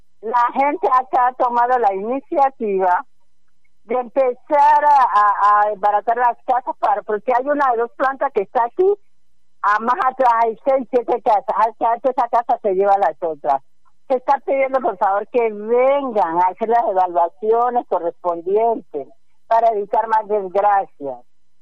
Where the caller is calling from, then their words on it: Buenaventura, Valle del Cauca, Colombia; Soy integrante de la Junta de Acción Comunal del barrio de la Cima.